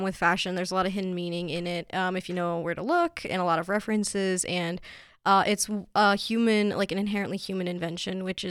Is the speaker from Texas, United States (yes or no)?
no; Colorado, United States; So I'm born and raised in Colorado my whole life.